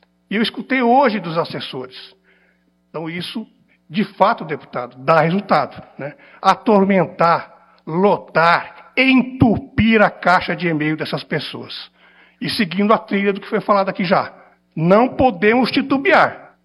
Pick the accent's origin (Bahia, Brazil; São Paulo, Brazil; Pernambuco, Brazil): São Paulo, Brazil; nós somos da região do Alto Noroeste, Araçatuba, São José do Rio Preto